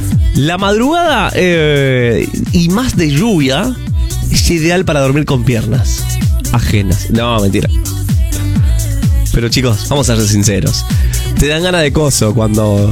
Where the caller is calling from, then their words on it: Granadero Baigorria, Santa Fe, Argentina; Hola, buenas noches. … de Baigorria.